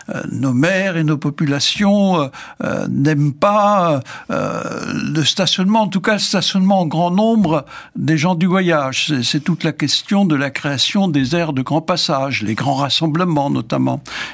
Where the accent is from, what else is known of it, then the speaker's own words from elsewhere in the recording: Grand Est, France; moved away; Je suis originaire d'Alsace. Mon village d'origine, je trouve au bord du Rhin.